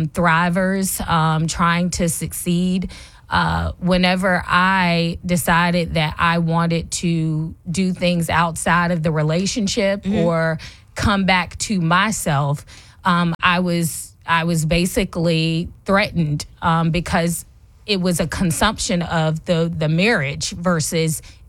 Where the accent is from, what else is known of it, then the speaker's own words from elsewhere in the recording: South Carolina, United States; also born or lived in Charlotte, North Carolina; I was raised here in the Carolinas, from Charlotte, mm-hmm. raised in South Carolina, York County